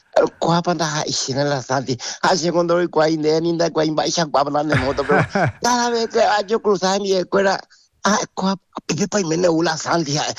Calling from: Coronel Oviedo, Caaguazú, Paraguay; soy de Coronel Oviedo.

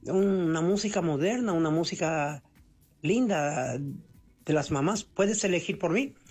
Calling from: Ponta Porã, Mato Grosso do Sul, Brazil; Yo soy de aquí de Santo Tomás, detrás o aeropuerto de Ponta Porã, Mato Grosso do Sul.

